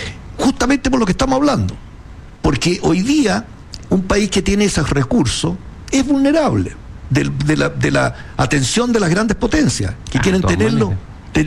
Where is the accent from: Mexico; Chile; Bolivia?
Chile; Tenemos relaciones estupendas con nuestro país.